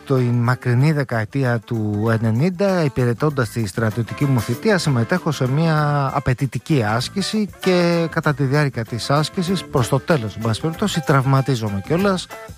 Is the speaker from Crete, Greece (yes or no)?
no; Keratsini, Attica, Greece; είμαι από το Κερατσίνι